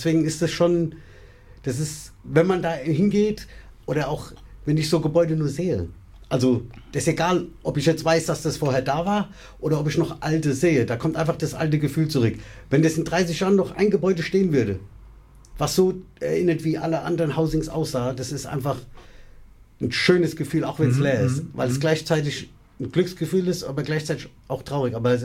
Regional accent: Frankfurt, Hesse, Germany

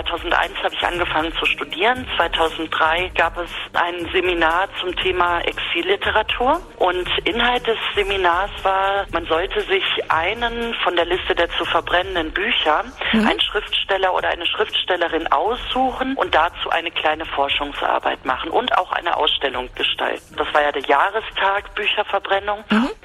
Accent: Düsseldorf, North Rhine-Westphalia, Germany; now in Munich, Germany; ich lebe in München und ich komme eigentlich aus Düsseldorf. Da habe ich studiert, Germanistik und Politik

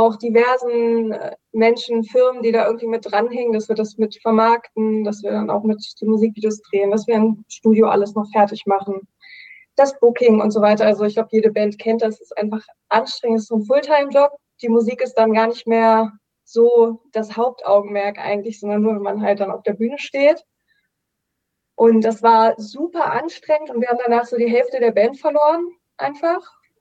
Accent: Brandenburg, Germany; born or raised there

